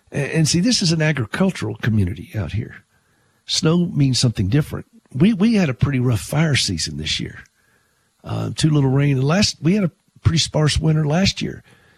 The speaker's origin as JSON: {"language": "English", "region": "the South", "country": "United States", "tie": "born or raised there", "moved": "yes", "lives_now": "Montana, United States", "said": "growing up in the South, snow was a rare occurrence"}